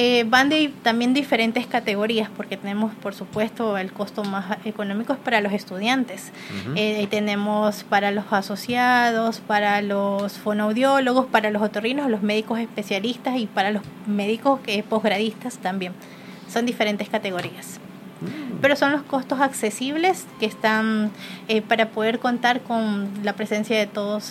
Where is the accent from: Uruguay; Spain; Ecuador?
Ecuador